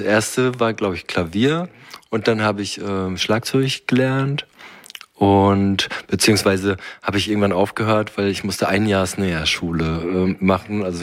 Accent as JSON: {"language": "German", "town": "Malchow", "region": "Mecklenburg-Vorpommern", "country": "Germany", "tie": "born or raised there", "also_born_or_lived": "Waren", "moved": "as an adult", "lives_now": "Berlin, Germany", "said": "ursprünglich komme ich von der Müritz, also oder beziehungsweise aus Malchow. In Waren bin ich geboren, in Malchow aufgewachsen, wohne aber in Berlin, in Köpenick."}